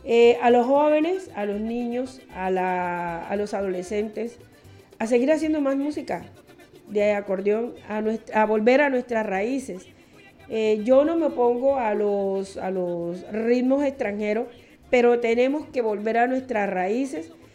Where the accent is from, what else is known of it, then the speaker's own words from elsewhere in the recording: El Carmen de Bolívar, Bolívar, Colombia; nuestra esencia como Montes de María, como Carmen de Bolívar, como región, como Costa Caribe.